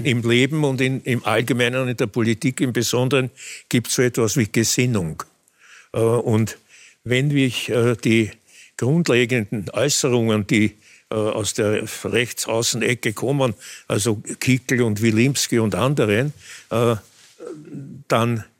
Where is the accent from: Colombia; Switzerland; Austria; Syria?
Austria; Vienna; sondern meinem Familiennamen entsprechend in Favoriten. Und wir sind aber dann die Familie eben nach Herna